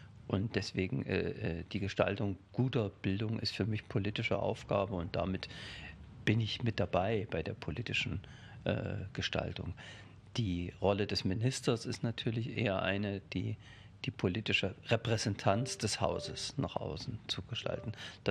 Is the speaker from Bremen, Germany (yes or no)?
no; Hirschberg an der Saale, Thuringia, Germany; born there; Also bin gebürtiger Thüringer, bin 1965 in Hirschberg an der Saale geboren, im südöstlichsten Zipfel Thüringens, kann man sagen, genau an der Grenze zwischen Bayern, Thüringen und Sachsen.